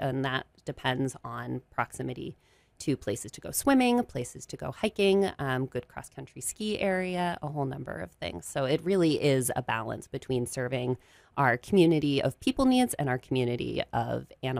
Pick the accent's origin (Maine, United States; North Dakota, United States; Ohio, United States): Maine, United States; Gorham; moved away; I grew up in Gorham. I'm excited to be back in the area